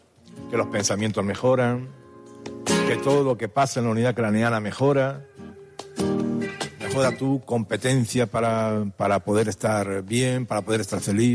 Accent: Canary Islands, Spain; Este es uno de los grandes problemas que tiene Canarias, como usted sabe perfectamente. Creo que somos los primeros de España en este tema de dependencia muy grande que tenemos para las pastillas

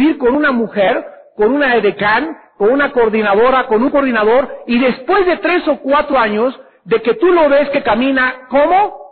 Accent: Sinaloa, Mexico; also born or lived in Sonora; Yo soy de Sinaloa y de Sonora, y por eso soy así, secote.

